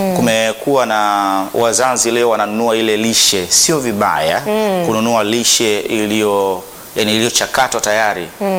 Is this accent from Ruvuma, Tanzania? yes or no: yes; Songea, Ruvuma, Tanzania; born there; mimi sijakulia mjini, japokuwa nimezaliwa mjini, ila nimekulia pembezoni mwa miji. Nimekuwa zaidi kwa bibi.